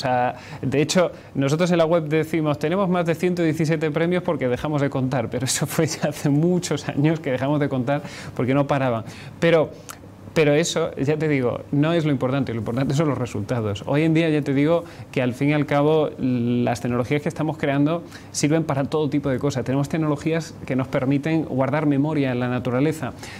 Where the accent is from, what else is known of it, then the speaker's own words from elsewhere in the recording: Seville, Andalusia, Spain; moved away as an adult; now in Barcelona, Spain; Yo soy sevillano.